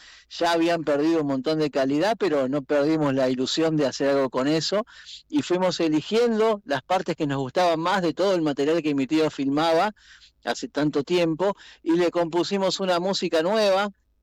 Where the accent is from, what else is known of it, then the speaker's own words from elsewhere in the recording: San Justo, Buenos Aires Province, Argentina; Yo soy de San Justo originalmente, todo está filmado allá